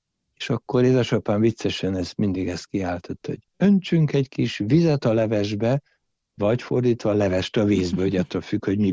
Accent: Dej, Cluj County, Romania; born or raised there

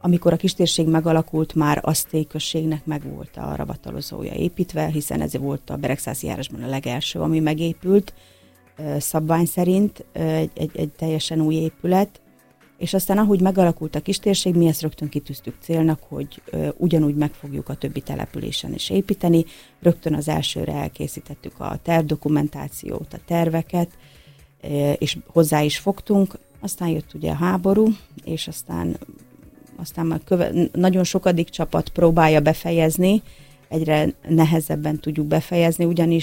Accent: Astei, Zakarpattia Oblast, Ukraine; Én több mint 30 éve vagyok asztélyi lakos

